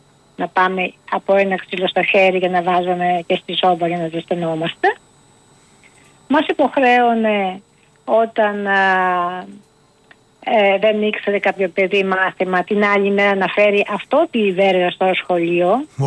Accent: Agrinio, Western Greece, Greece; Λοιπόν, εγώ είμαι έξω από Αγρινιό, από ένα χωριό τέλος πάντων.

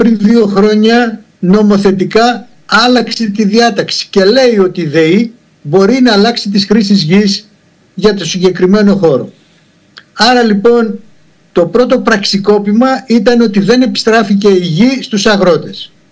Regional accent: Western Macedonia, Greece; γιατί βλέπετε η καταγωγή μου είναι από την Άουσα, είναι πολύ κοντά στην Πτολεμαϊδα και έχω μεγάλη οικογένεια και στην Πτολεμαϊδα.

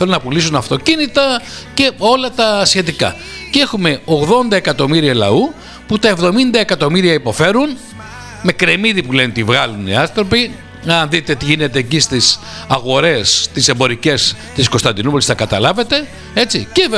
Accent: Greece; εμείς είμαστε Έλληνες.

